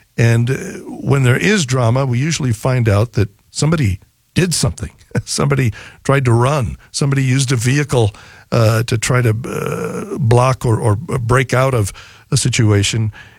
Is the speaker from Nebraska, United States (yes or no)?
yes; Nebraska, United States; growing up in the Cathedral area